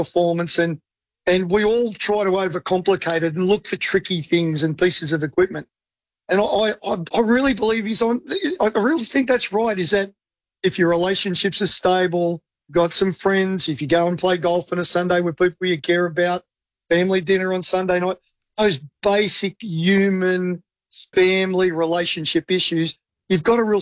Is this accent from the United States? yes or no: no; Australia; That absolutely terrifies me as an Australian.